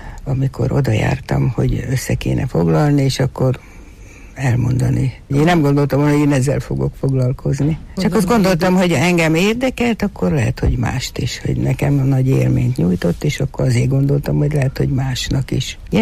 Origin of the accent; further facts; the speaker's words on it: Hungary; és nagyon megtetszett nekem az őszinte szeretetük, meg az, hogy igazán magyar vagyok, akkor jöttem rá